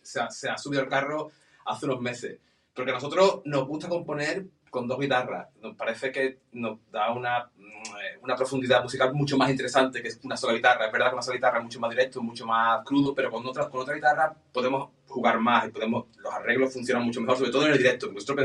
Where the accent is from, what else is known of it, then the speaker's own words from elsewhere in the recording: Seville, Andalusia, Spain; No, no, yo soy sevillano. En realidad, el único sevillano que hay soy yo